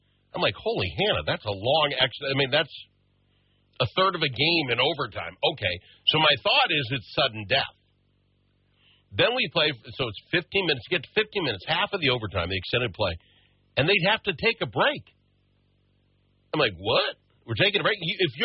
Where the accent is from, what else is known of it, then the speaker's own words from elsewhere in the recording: United States; As an American